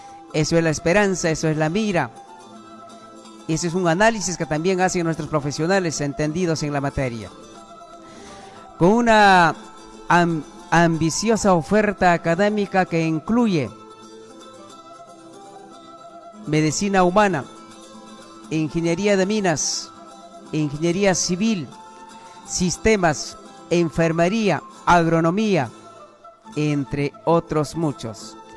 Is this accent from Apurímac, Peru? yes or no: yes; Apurímac, Peru; now in Cusco, Peru; distrito de Akira, del distrito de Mara, Chalhuahuacho, que son próximos allí. Gratos recuerdos de esta mi tierra.